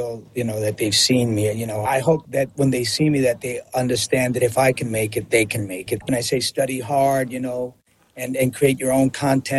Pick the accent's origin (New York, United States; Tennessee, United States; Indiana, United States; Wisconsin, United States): New York, United States; growing up in New York in the 70s.